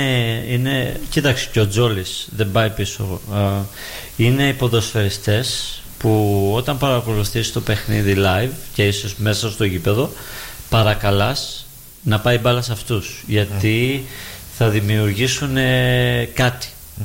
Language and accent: Greek; Greece